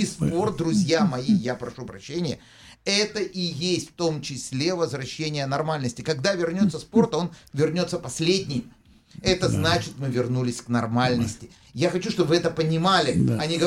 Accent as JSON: {"language": "Russian", "country": "Israel", "said": "ты спокойно выезжаешь и говоришь, что ты из Израиля."}